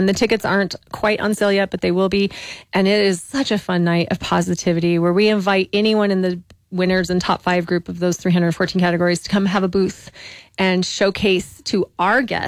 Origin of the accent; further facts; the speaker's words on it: Belen, New Mexico, United States; I grew up in Belen. I'm a small town girl.